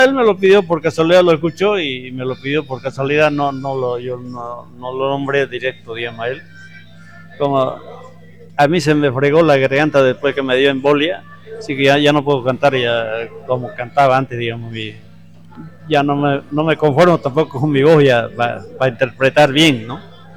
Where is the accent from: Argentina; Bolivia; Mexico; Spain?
Bolivia; La Falda La Cebada; born there; Mi lugar no es tan conocido, digamos. Yo nací en La Falda, se llama La Falda La Cebada